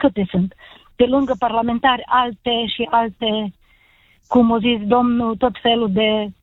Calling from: Maramureș County, Romania; Sunt din Maramureș.

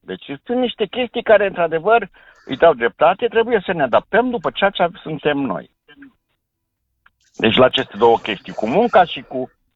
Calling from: Bihor County, Romania; sunt din Balcbihor.

